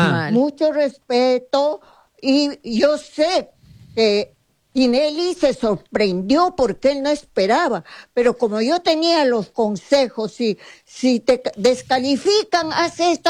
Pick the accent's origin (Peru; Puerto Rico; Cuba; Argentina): Peru; Últimamente en mi país tengo contratos en los departamentos de Perú